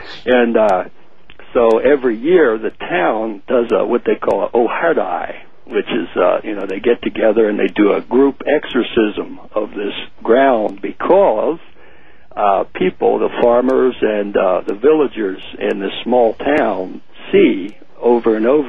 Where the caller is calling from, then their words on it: Fukuoka, Japan; Okay, Fukuoka City, which is in Kyushu. Kyushu is, I guess, the southernmost island of Japan, the largest one outside of Okinawa.